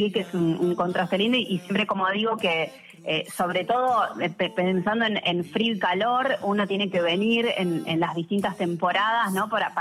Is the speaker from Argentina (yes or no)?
yes; Buenos Aires, Argentina; moved away as an adult; now in Bariloche, Argentina; soy porteña, nací en Buenos Aires, en Capital Federal, sí. Tuve muchas mudanzas, me acuerdo, de chica, y bueno, terminé, digamos, que creciendo toda la adolescencia